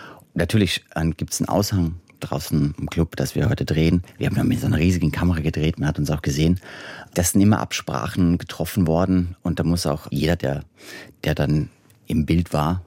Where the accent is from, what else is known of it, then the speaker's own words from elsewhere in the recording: Austria; also ich komme aus Österreich, also so einer patriarchal geprägten, ne, christsozialen Welt